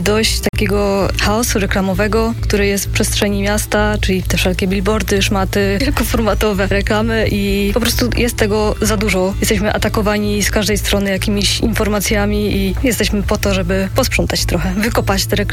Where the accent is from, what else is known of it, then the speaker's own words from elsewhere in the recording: Gliwice, Silesian Voivodeship, Poland; now in Katowice, Poland; ja jestem z Gliwic, od ponad roku mieszkałam w Katowicach